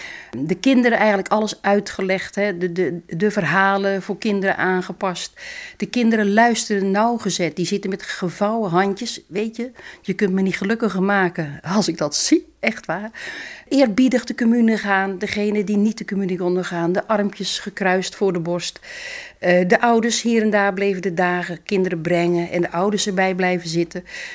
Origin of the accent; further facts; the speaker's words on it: Zeist, Utrecht, Netherlands; Ik kom ook uit Zeist.